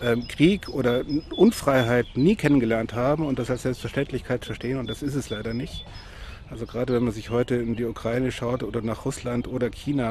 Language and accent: German; Germany; wo wir zumindest mal in Westdeutschland, ich komme ja aus dem Westen, wir seit 1949 in Frieden und Freiheit leben durften